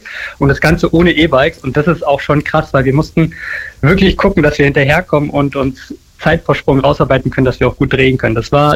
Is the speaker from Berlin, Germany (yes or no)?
yes; Berlin, Germany; Also ich komme aus Berlin und drehe dort normalerweise so als Brotverdienst klassische Werbung